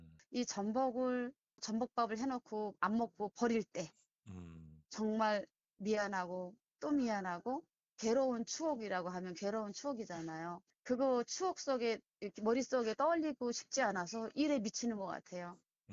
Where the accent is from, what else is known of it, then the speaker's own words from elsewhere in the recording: Sariwon, North Hwanghae, North Korea; also born or lived in Gangjin, South Jeolla; now in Bucheon, South Korea; 아, 저는 이제 고향이 황해도 사리원이거든요.